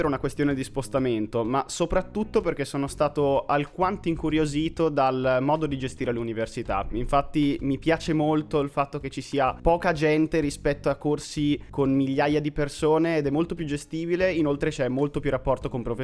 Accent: Vercelli, Piedmont, Italy; ho cominciato giusto quest'anno filosofia e comunicazione proprio qui al Lupo di Vercelli.

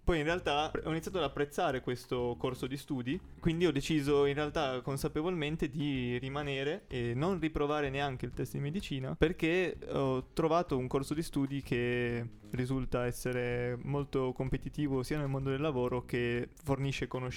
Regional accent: Ivrea, Piedmont, Italy; moved away as an adult; now in Novara, Italy; studio biotecnologie qua all'Università del Piemonte Orientale nella sede di Novara. Vengo in realtà da Ivrea, sono quindi un fuorisede.

